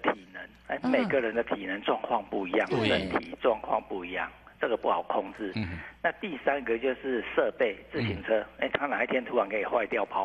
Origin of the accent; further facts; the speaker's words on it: Taiwan; 那种感觉好像是我们台湾人在疯棒球一样。